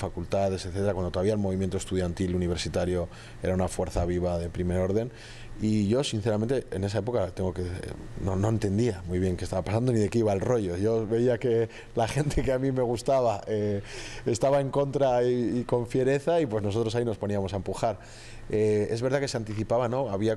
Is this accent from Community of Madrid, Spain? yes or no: no; Basque Country, Spain; cuando me identificaban como vasco enseguida era